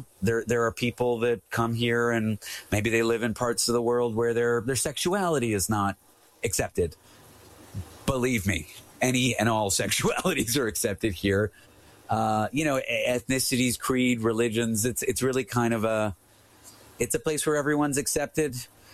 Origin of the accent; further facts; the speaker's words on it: Canada; And I said, George, I'm Canadian. I know who you are.